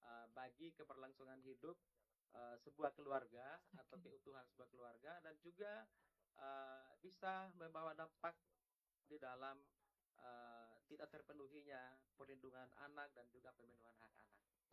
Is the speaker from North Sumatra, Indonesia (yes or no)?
no; East Nusa Tenggara, Indonesia; kalau karena saya orang Sabu, biasanya istilahnya kenoto.